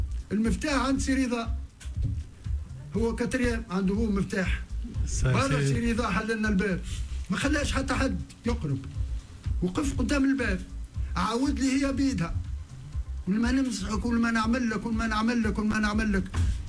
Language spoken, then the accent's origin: Arabic; Tunisia; راهو انا تونسي وفي بلادي في حاجة باش تحميني،